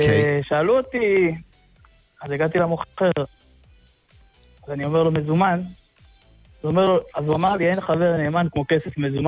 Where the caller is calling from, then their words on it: Bnei Brak, Tel Aviv District, Israel; אני מבני ברק.